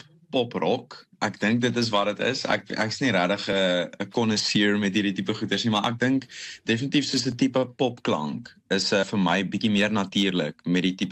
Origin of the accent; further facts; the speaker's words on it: Transvaal, South Africa; moved away as an adult; now in Paarl, South Africa; ek het na my hoërskool daar Parel toe getrek. Ek is eintlik van die Transvaal af en toe het ek altyd die Parelberg van my huis af gesien